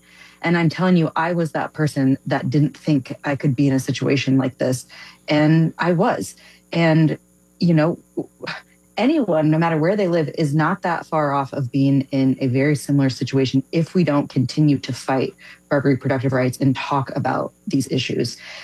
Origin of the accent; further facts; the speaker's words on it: Fort Wayne, Indiana, United States; now in Austin, United States; I do live in Texas, but I do just want to shout out, I grew up in Indiana, so fellow Midwesterner up in here.